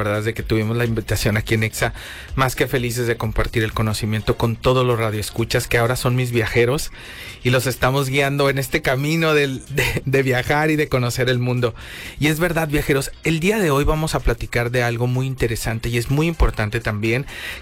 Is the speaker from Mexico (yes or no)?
yes; Mexico; Si somos mexicanos, el pasaporte mexicano es súper fácil de obtener.